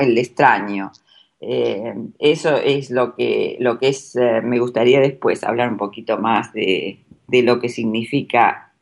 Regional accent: Argentina; moved away; Yo, como muchos argentinos, aprendí en Estados Unidos con profesores argentinos.

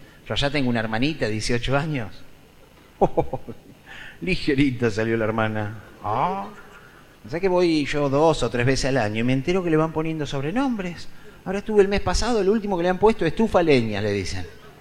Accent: Mar del Plata, Buenos Aires Province, Argentina; born there; now in Buenos Aires, Argentina; yo soy nacido en Mar del Plata. Yo hace 10 años ya que vivo en Buenos Aires, pero yo nací allá.

